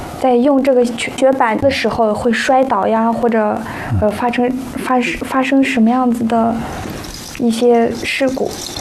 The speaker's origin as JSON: {"language": "Chinese", "area": "Yumin County", "region": "Xinjiang", "country": "China", "tie": "born or raised there", "said": "我来自中国新疆塔城地区玉明县，我的家乡也有雪。"}